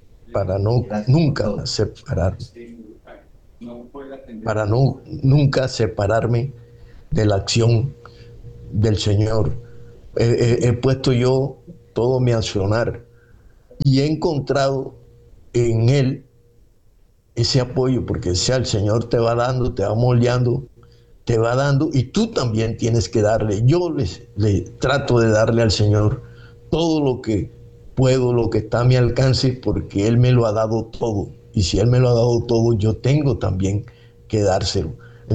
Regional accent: Barranquilla, Atlántico, Colombia; born there; also born or lived in Orihueca, Magdalena, Colombia; now in Soledad, Colombia; Nací en un corregimiento Orihueca, Magdalena, allí cerca de la zona bananera de Santa Marta, que estuve mucho tiempo. Bueno, soy del Magdalena allí, pero a la edad de 9 años me vine para Barranquilla. Exactamente, me radiqué por allá por Soledad.

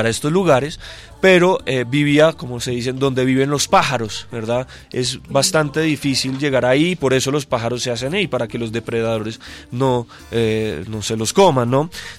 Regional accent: Colombia; yo apenadísimo, como colombiano

